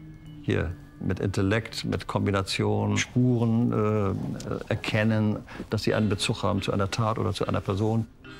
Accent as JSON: {"language": "German", "region": "Hamburg", "country": "Germany", "tie": "born or raised there", "said": "Als Hamburger Junge wollte ich zur See fahren."}